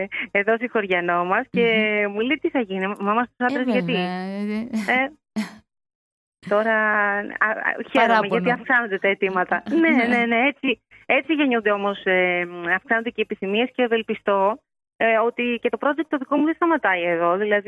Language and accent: Greek; Greece; now in Athens, Greece; λέω θα την κάνω στο χωριό μου. Και να σου πω ότι φλερτάρω και πολύ με την ιδέα του να πλησιάσω πιο κοντά, θα σταθώ, να φύγω από την Αθήνα που είναι η βάση μου.